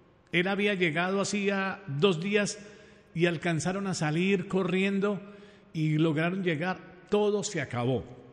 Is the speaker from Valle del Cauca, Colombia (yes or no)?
no; Pereira, Risaralda, Colombia; Los que somos de Pereira